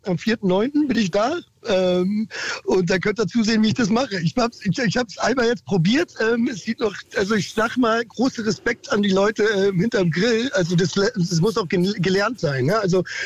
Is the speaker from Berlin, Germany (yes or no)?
yes; Berlin, Germany; ich bin in Berlin aufgewachsen